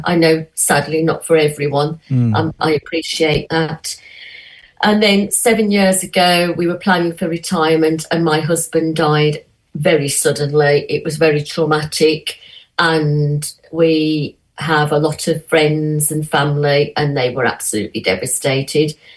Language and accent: English; Birmingham, West Midlands, United Kingdom; accent: Birmingham; moved away as an adult; now in Blackburn, United Kingdom; Yeah, over 30 years in Blackburn, and I still carry my Birmingham accent where I was born and bred. We moved up here in 89 with my husband's job, and but I still carry that accent.